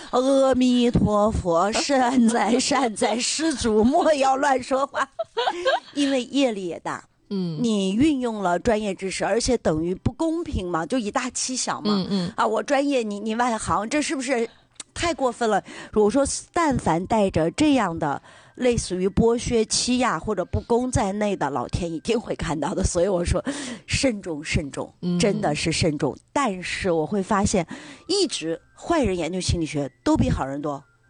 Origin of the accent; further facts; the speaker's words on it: Dalian, Liaoning, China; 我们大连人